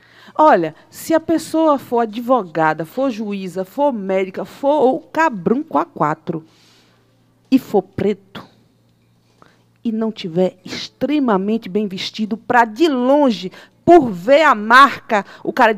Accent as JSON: {"language": "Portuguese", "town": "Juazeiro", "region": "Bahia", "country": "Brazil", "said": "Eu sou de Juazeiro da Bahia. Né? Sou uma mulher sertaneja. Orgulhosa da minha raiz, entendeu?"}